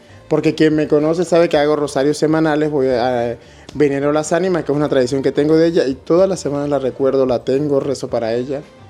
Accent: Venezuela; now in Spain; Siempre, hasta el día que muera. De hecho, si ves, tengo 11 años en España y no he perdido mi forma de hablar, ni quiero perderla.

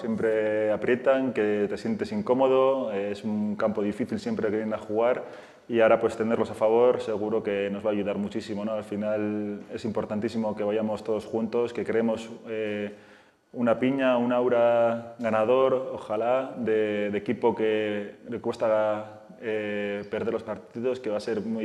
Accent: Bilbao, Basque Country, Spain; moved away; yo soy de Bilbao

